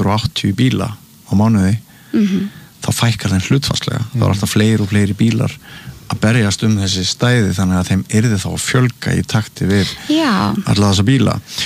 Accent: Akureyri, Northeastern Region, Iceland; ég get nú rætt sem gamall Akureyringur ég bjó 25 ára á Akureyri og fyrir hluta þess tímabils þá ég sífellt að fljúga á milli Akureyri og Reykjavíkur

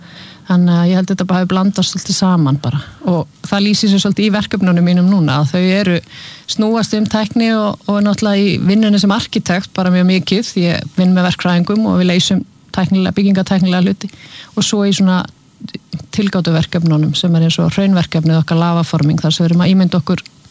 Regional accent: Húsavík, Northeastern Region, Iceland; Ég er frá Húsavík Fóreldra mín er frá Akureyri og Húsavík

